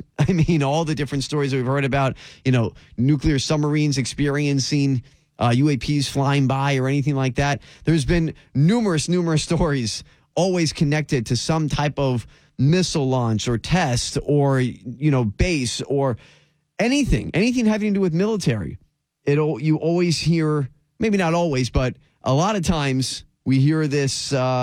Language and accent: English; Florida, United States; my home state of Florida